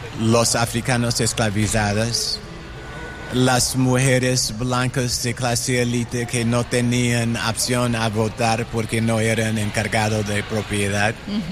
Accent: United States; Spanish is a second language; Estamos estadounidenses

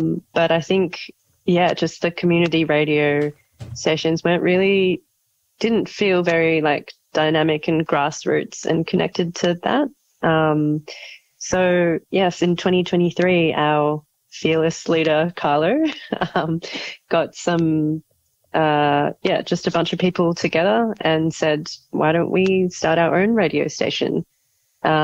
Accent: Melbourne, Victoria, Australia; moved away; also born or lived in Darwin; I'm from Melbourne

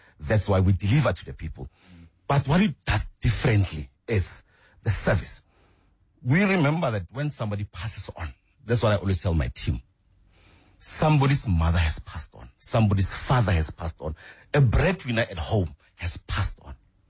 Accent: Rustenburg, North West, South Africa; No, I'm from Rustenburg.

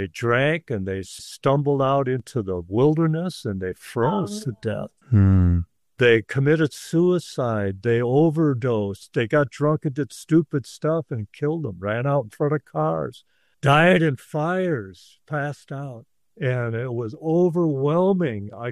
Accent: Texas, United States; It was cold. I'm from Texas. I got it made in Texas is the land of milk and money, you know.

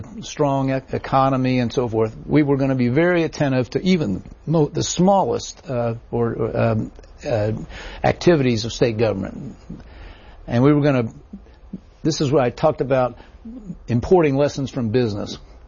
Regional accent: Bristol, Tennessee, United States; You know, I'm a hick from Bristol, Tennessee.

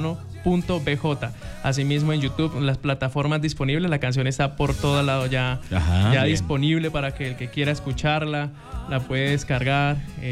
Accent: Solita, Caquetá, Colombia; also born or lived in Neiva; now in Ibagué, Colombia; Soy del sur del Caquetá, del sur, de un pueblito que se llama Solita Caquetá. Queda a la margen del río Caquetá. Pues allá pues tuve toda mi infancia

